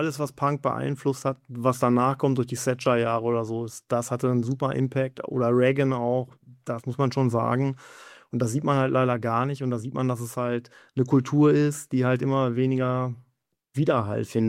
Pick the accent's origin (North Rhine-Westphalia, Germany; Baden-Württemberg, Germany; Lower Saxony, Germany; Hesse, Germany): North Rhine-Westphalia, Germany; Cologne; als Kölner